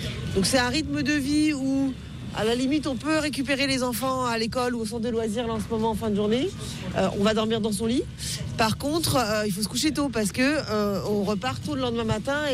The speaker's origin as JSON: {"language": "French", "region": "Brittany", "country": "France", "said": "On dit le bao, sinon chez nous en Bretagne."}